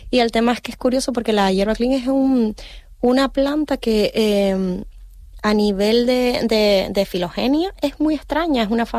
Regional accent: El Hierro, Canary Islands, Spain; now in Tenerife, Spain; soy meta canaria.

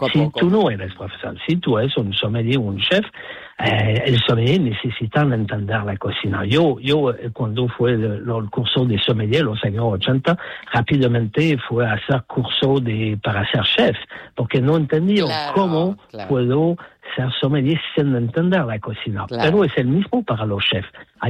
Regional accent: Canada; Spanish is a second language; moved away as an adult; now in Barcelona, Spain; No soy de Tenerife, de Canadá. Vivo en Barcelona después de 10 años

